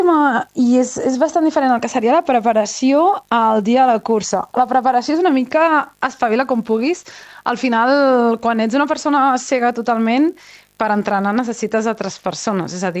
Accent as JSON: {"language": "Catalan", "town": "Vilassar de Mar", "region": "Catalonia", "country": "Spain"}